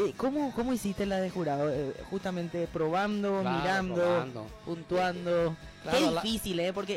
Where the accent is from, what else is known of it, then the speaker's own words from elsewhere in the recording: Paraguay; El guaraní, sí, nosotros los paraguayos.